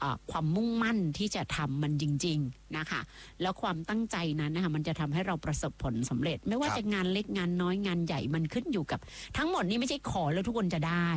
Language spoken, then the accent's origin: Thai; Nakhon Si Thammarat, Thailand; แต่บ้านเราเนี่ยเป็นสนามหน้าเมือง